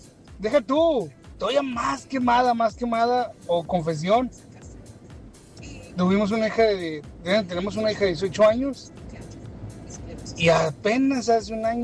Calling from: Monterrey, Nuevo León, Mexico; Y soy de Monterrey

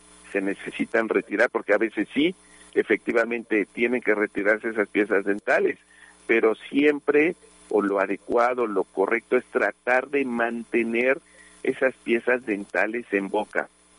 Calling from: Ixtapaluca, State of Mexico, Mexico; de Iztapaluca.

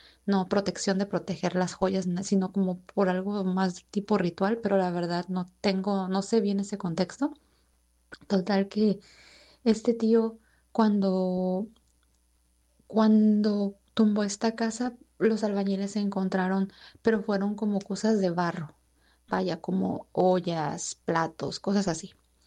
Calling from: Michoacán, Mexico; Yo soy de Michoacán.

